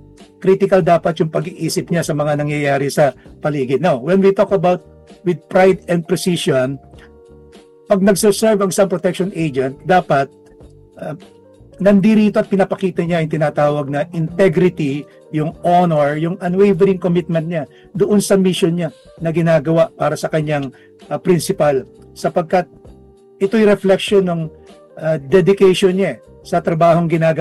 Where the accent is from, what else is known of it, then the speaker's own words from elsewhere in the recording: Manila, Metro Manila, Philippines; ako ay nag-elementarya sa Holy Child Catholic School sa Tondo, Laking Tondo ako